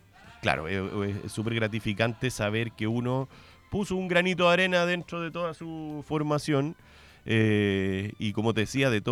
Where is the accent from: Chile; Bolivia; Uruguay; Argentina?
Chile; Linares, Maule; now in Colina, Chile; yo me crié en Linares, en Hierbas Buenas, no sé, pues yo me sentía más cómodo acá, entonces yo soy corralero de toda la vida